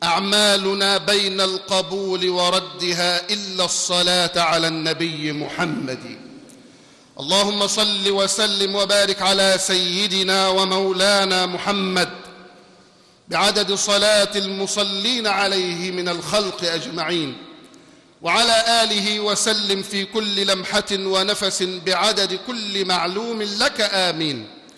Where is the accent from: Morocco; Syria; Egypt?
Egypt; إني كإنسان مصري